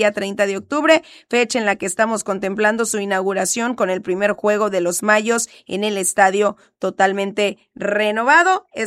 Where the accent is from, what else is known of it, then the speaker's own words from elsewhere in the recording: Mexico; como buena mexicana batallando con el espacio